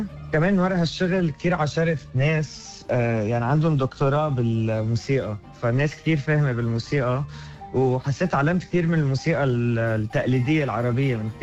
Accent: Beirut, Beirut Governorate, Lebanon; now in Australia; أنا ربيت ببيروت لبنان، وجيت على أستراليا من 8 سنين ب 2019.

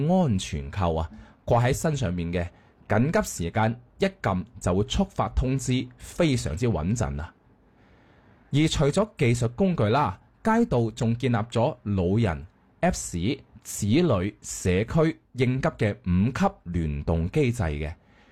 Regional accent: Guangdong, China; 作为老广呢走访了全市13家的茶楼了

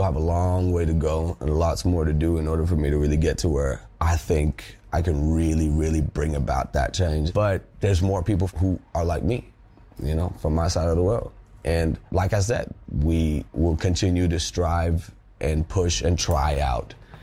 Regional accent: India; I'm from India, which is very important. It's where, it's my roots. It's a huge part of who I am.

